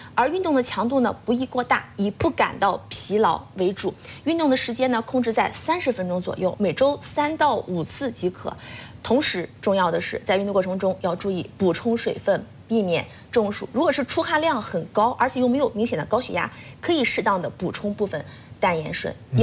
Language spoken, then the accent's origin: Chinese; Shandong, China